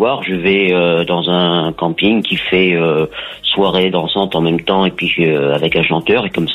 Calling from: Teyran, Occitanie, France; moi je suis dans un petit village, Téran, mais Téran c'est pas très connu.

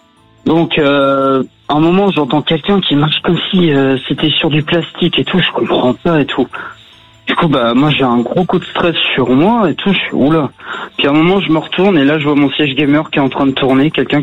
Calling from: Montbert, Pays de la Loire, France; je viens de Montbert. C'est une petite ville qui est au sud de Nantes, à 30 minutes de Nantes.

